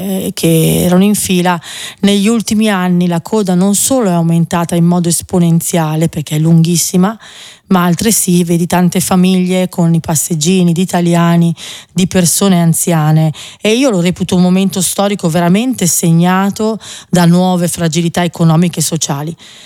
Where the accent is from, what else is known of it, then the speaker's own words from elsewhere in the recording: Milan, Lombardy, Italy; Io sono di Milano